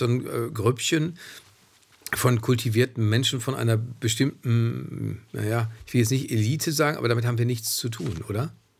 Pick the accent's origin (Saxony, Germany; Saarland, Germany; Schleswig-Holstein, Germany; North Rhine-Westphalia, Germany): North Rhine-Westphalia, Germany; Dortmund; Ich stamme aus Dortmund, das ist wie Offenbach.